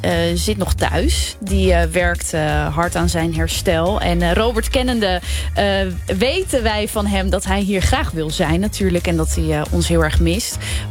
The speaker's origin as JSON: {"language": "Dutch", "town": "Katwijk", "region": "South Holland", "country": "Netherlands", "also_born_or_lived": "Rijnsburg", "moved": "yes", "lives_now": "Hoofddorp, Netherlands", "said": "Ik kom oorspronkelijk uit Katwijk, bij Leiden. Ik woon in Hoofddorp."}